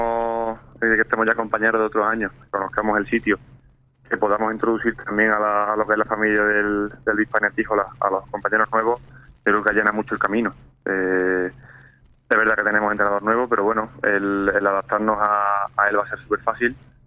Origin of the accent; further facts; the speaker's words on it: Baena, Andalusia, Spain; yo soy de Baena, de un pueblo de Córdoba